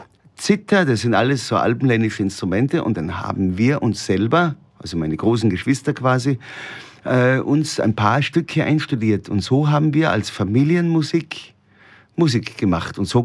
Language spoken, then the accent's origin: German; Austria; Ja, ich bin ja Österreicher und die Verbundenheit zu meiner Heimat ist schon spürbar. Es geht wegen der Muttersprache